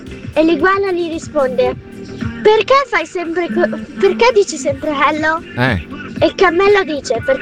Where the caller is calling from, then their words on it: Abbiategrasso, Lombardy, Italy; dal Biattegrasso